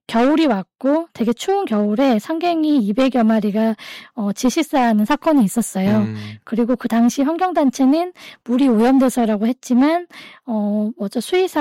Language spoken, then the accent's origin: Korean; Buan, North Jeolla, South Korea; 저는 지역이 부안이었어요. 사는 공간이 부안이었고.